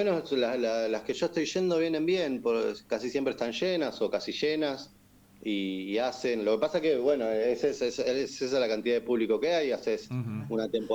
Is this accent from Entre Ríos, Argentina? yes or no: no; Buenos Aires Province, Argentina; Somos los más norteños de la provincia de Buenos Aires